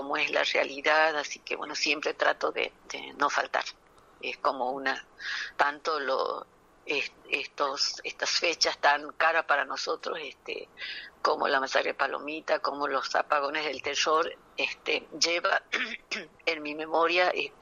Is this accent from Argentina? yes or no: yes; Libertador General San Martín, Jujuy, Argentina; born there; nací ahí en Libertador General San Martín. Bueno, mi padre trabajaba ahí